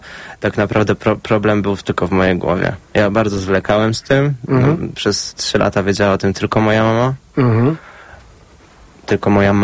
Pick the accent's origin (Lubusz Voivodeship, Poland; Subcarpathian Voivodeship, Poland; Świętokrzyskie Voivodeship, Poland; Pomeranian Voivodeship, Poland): Świętokrzyskie Voivodeship, Poland; Kielce; born or raised there